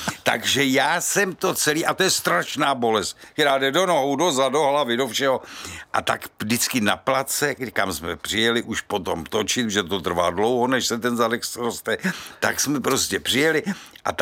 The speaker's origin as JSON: {"language": "Czech", "town": "Sokolov", "region": "Karlovy Vary Region", "country": "Czechia", "tie": "born or raised there", "said": "když jsem jako malej v Sokolově"}